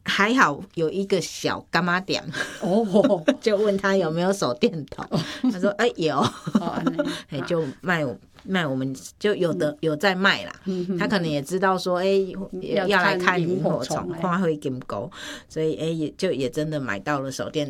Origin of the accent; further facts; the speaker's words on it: Kaohsiung, Taiwan; 然后我自己小时候是在高雄的圆山，圆山饭店，因为它旁边是澄清湖嘛。